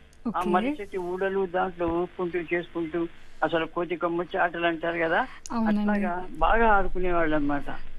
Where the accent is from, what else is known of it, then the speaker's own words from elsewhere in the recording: Hyderabad, Telangana, India; born there; మా ఇంటి దగ్గరే ఈ రేస్ కోర్స్ ఉంది అనమాట, హైదరాబాద్ రేస్ కోర్స్